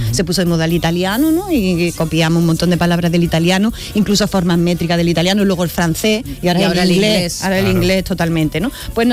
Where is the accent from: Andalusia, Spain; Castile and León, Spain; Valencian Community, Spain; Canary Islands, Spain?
Andalusia, Spain; Jaén; Yo como soy de Jaén, a mí los ríos. Yo veo un río y me tiro.